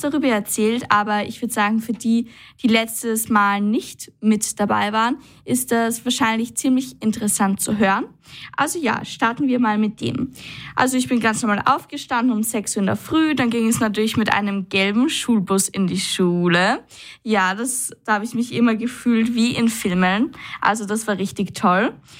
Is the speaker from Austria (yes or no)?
yes; Unterfrauenhaid, Burgenland, Austria; Also ich komme zum Beispiel aus Unterfrauenheit